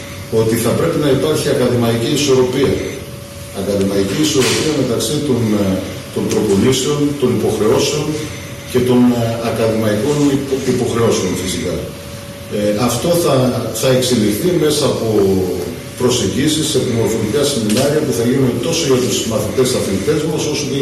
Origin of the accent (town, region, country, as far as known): Agrinio, Western Greece, Greece